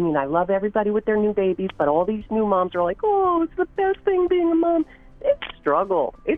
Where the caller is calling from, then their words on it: Lincolndale, New York, United States; Lincolndale, New York.